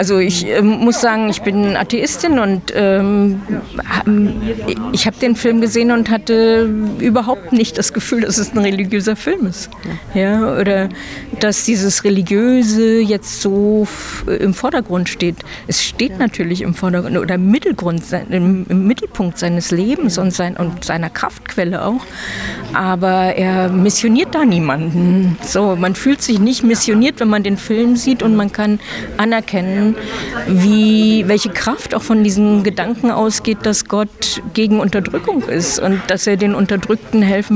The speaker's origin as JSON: {"language": "German", "country": "Germany", "tie": "born or raised there", "said": "ich bin auch in der DDR aufgewachsen"}